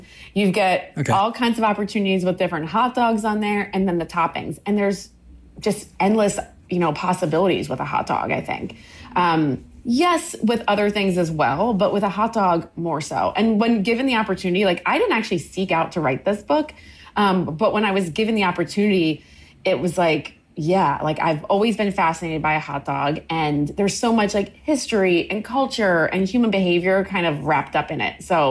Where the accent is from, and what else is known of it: Maryland, United States; born or raised there